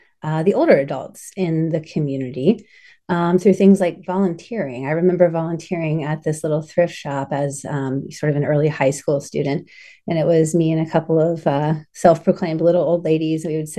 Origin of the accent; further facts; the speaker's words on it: Appalachia, United States; So I grew up in Appalachia in a college town.